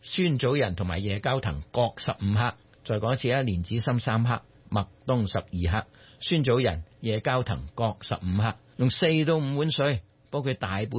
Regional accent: Guangdong, China; 我哋广东人嗰句说话话，聚火就系咁解啦。

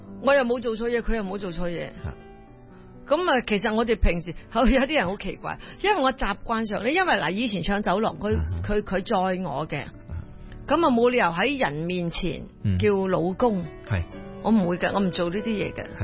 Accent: Malaysia; moved away; also born or lived in Singapore; 雖然我唔係中國人地方長大。我喺馬拉長大噶嘛，跟住喺新加坡嗰啲

